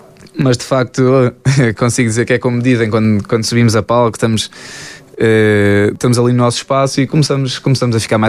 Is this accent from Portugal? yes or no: yes; Alpalhão, Alentejo, Portugal; na minha terra, Alpalhão